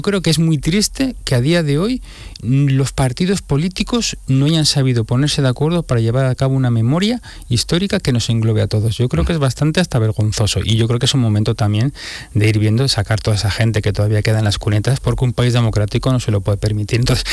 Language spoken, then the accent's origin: Spanish; Andalusia, Spain; Claro que sí, yo soy escritor andaluz.